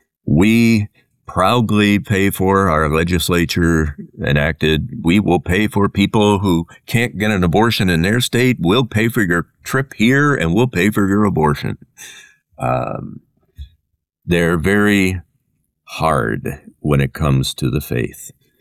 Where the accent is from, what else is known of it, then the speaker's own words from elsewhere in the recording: Midwest, United States; now in New England, United States; I'm a Midwesterner